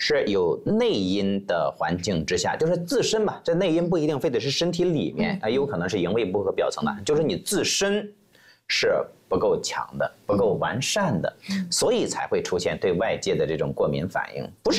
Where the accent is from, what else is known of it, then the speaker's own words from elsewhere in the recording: Shandong, China; now in Beijing, China; 这个用我们山东话说啊